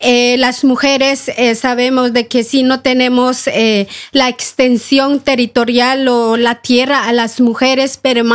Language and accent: Spanish; Guatemala